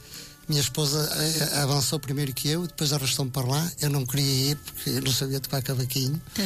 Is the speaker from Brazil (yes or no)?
no; Penafiel, Norte, Portugal; eu não sou de lá, eu sou de Castelões, portanto sei que é Penafiel.